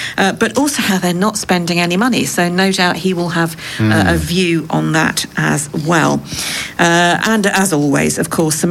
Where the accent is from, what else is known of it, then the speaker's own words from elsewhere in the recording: United Kingdom; moved away as an adult; now in Crete, Greece; I'm not just being a lily-livered Brit here.